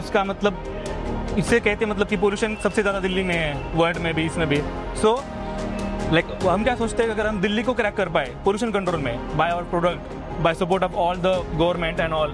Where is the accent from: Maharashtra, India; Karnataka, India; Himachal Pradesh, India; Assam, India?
Maharashtra, India; Beed; I am from basically from Beed Maha